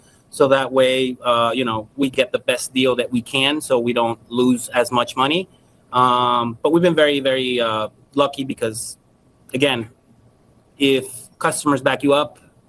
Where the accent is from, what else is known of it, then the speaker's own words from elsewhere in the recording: New York, United States; now in Huntsville, United States; We're originally from New York.